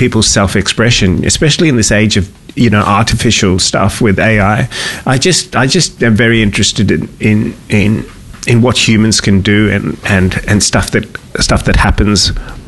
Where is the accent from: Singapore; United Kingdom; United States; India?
India; Kolkata, West Bengal; I was born in Calcutta, where I had learnt to mix with Bengalis, Parsis, Muslims, Chinese, Sikhs, Jews and Goras from the UK, America, Europe and Australia. Growing up in Calcutta, I heard many languages. Anglo-Indian families such as mine spoke English at home